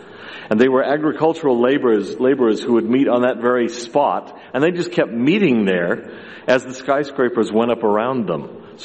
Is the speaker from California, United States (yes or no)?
yes; California, United States; growing up in Southern California, I noticed there were a lot of places where there were tall palm trees lined up in double rows